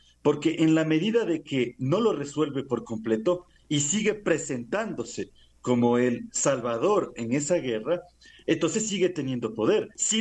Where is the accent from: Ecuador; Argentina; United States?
Ecuador